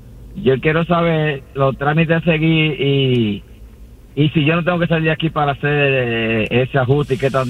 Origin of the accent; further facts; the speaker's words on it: Dominican Republic; Yo soy dominicano. Entré por frontera en el 22.